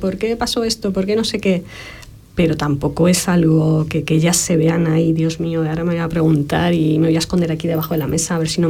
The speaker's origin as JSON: {"language": "Spanish", "town": "Madrid", "region": "Community of Madrid", "country": "Spain", "said": "yo soy de Madrid"}